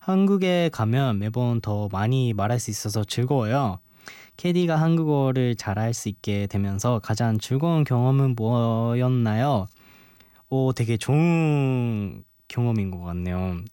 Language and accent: Korean; Japan; Korean is a second language; 저 일본에서 왔어요